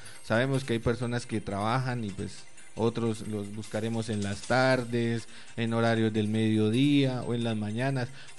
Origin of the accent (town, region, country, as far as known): Colombia